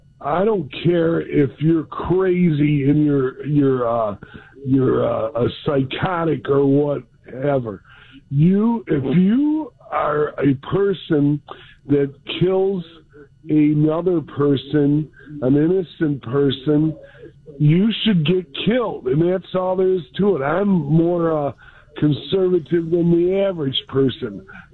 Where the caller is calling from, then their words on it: Detroit, Michigan, United States; but I am here, and I'm from Detroit.